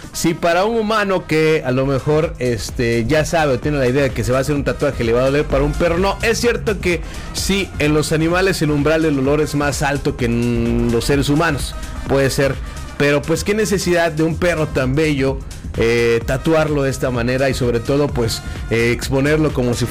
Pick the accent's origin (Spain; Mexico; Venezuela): Mexico; de nosotros como mexicanos.